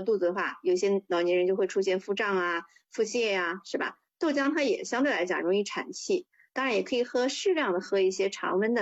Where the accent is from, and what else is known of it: China